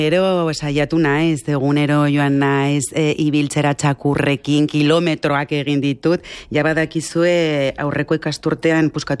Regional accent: Pamplona, Navarre, Spain; born there; Txantreakoa naiz. Eta bizi izan dut txantrean, ba, 20 urte baino gehiago.

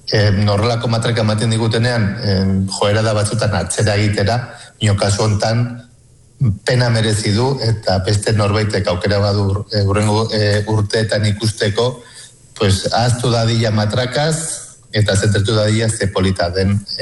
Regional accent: Barañain, Navarre, Spain; moved away as an adult; Barainenen bizi dira nire gurasoak, eta ni txikitan ere anego nintzen urte asko, ba, pizkate estudiatzera atera nintzen arte

